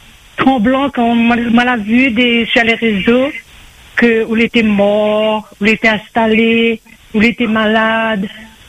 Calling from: La Chaloupe, Réunion; J'habite à la Chaloupe.

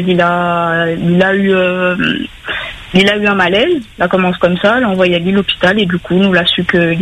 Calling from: Vénissieux, Auvergne-Rhône-Alpes, France

